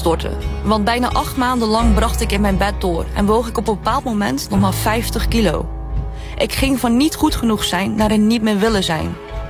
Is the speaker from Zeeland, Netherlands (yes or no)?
yes; Zeeland, Netherlands; moved away as an adult; also born or lived in China; Ik vluchtte van Zeeland zo snel mogelijk naar Groningen en ik liet mijn vader daar alleen achter.